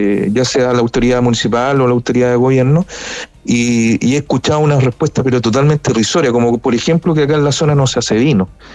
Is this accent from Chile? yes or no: yes; Chile; nosotros como chilenos debemos saber de vino